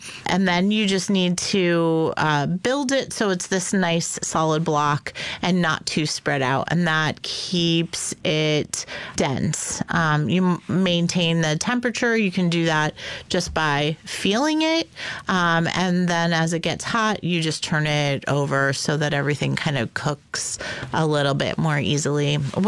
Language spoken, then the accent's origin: English; Connecticut, United States; now in Alaska, United States; I grew up in Connecticut